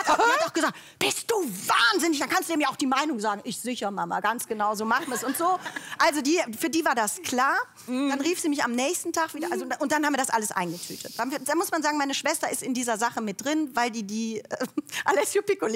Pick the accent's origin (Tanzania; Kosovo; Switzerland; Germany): Germany; Cologne, North Rhine-Westphalia; in welchem Spannungsverhältnis ich lebe als Kölnerin.